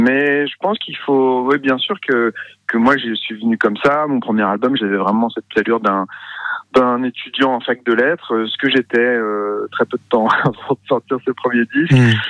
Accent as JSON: {"language": "French", "town": "Évreux", "region": "Normandy", "country": "France", "tie": "born there", "also_born_or_lived": "Saint-Étienne"}